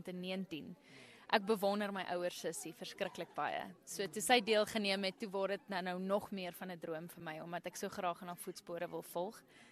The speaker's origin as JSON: {"language": "Afrikaans", "town": "Windhoek", "region": "Khomas", "country": "Namibia", "tie": "born or raised there", "said": "Ek is 27, ek is gebore en groot geword in Windhoek, maar my familie kom van Gobabis af."}